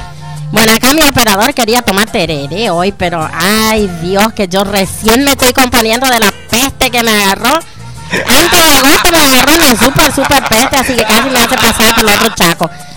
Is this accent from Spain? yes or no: no; Formosa, Argentina; la música que nos identifica como formoseños, como argentino